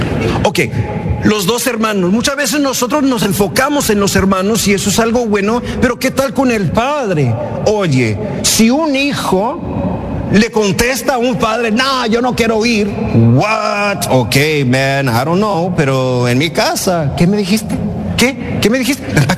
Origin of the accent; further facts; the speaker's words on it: Mexico; Porque nosotros somos mexicanos y así somos, ¿verdad? Nos quedamos así juntitos.